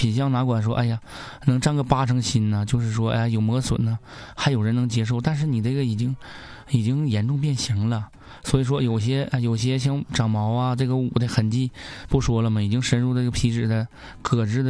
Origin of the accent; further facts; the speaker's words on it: Northeast China, China; accent: Northeastern (Dongbei); 用咱们东北话